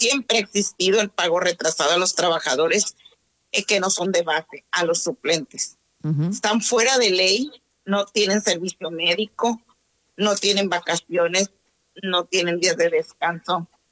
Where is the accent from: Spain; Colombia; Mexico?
Mexico; Sonora; Está en Hermosillo y somos sonorenses. Aunque la realidad es que somos federales, pero estamos situados en Sonora.